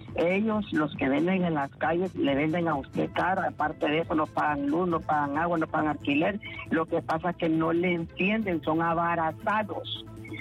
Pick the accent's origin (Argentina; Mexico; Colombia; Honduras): Honduras; Entonces, yo soy hondureño.